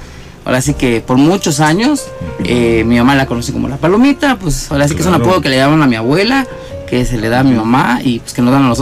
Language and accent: Spanish; San Cristóbal de las Casas, Chiapas, Mexico; San Cristobalense, 100%, de familias coletas, conservadoras, tradicionalistas.